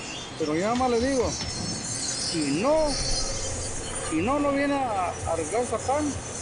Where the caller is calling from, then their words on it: Mexico; yo soy de Nueva Armonía